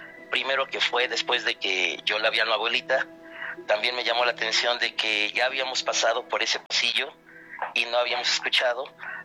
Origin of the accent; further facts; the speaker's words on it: Atlixco, Puebla, Mexico; now in Puebla, Mexico; Yo soy de Puebla. Sí, señor. Pero toda mi vida estuve en Atlixco.